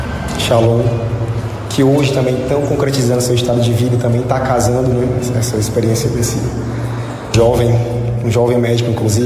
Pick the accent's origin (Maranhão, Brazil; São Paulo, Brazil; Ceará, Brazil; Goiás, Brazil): Ceará, Brazil; Fortaleza; now in Rio de Janeiro, Brazil; Eu sou natural de Fortaleza